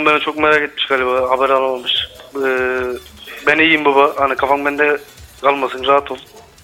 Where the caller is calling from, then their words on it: Aydın, Turkey; Ben Aydın Açık'tan arıyorum